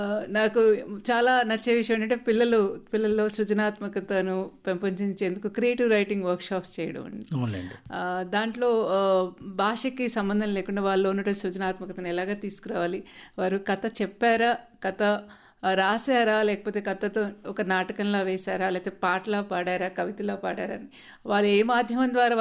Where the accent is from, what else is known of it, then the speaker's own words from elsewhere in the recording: Mahbubnagar district, Telangana, India; also born or lived in Hyderabad; now in Nellore, India; నేను మహబూబ్నగర్ జిల్లా, అంటే ఉమ్మడి ఆంధ్రప్రదేశ్ రాష్ట్రంలో నడిగడ్డ అనే ప్రాంతానికి చెందినదనండి. మా ఊరు ఎలాంటిదంటే తుంగభద్ర నది ఒడ్డున ఉంటుంది, అటువైపు తెలంగాణ, ఇటువైపు రాయలసీమ. మా ఊరు నుంచి వెళ్ళే ఒకే ఒక రోడ్డు కర్ణాటకలోకి వెళ్తుంది. కాబట్టి మేము నేర్చుకున్న తెలుగు, లేదా మేము పెరిగిన వాతావరణం అంతా కూడా పల్లెటూరు